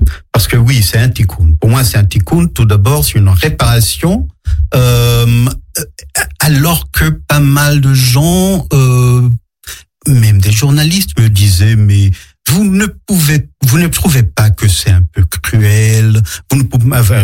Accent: Israel; first language Hebrew; French is a second language; l'hébreu était quelque chose que je maniais, que je manie avec une certaine facilité. Enfin, c'est ma langue maternelle, c'est ma langue évidente.

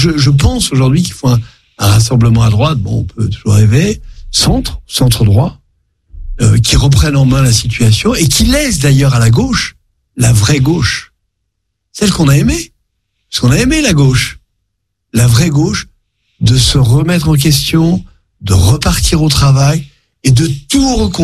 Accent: France; also born or lived in Tel Aviv; je vis en France. Oui, je suis inquiet, bien sûr que je suis inquiet. Je suis pas inquiet en tant que juif. Je suis inquiet en tant que français.

